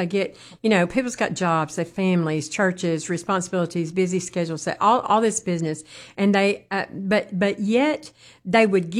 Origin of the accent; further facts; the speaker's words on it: Mississippi, United States; Because that thrills me about Mississippi, because, you know, that's my home state. That was the state I was born in.